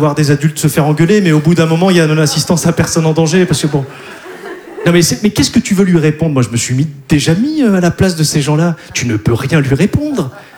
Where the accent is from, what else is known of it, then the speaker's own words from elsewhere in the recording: Hauts-de-France, France; moi je viens du Nord.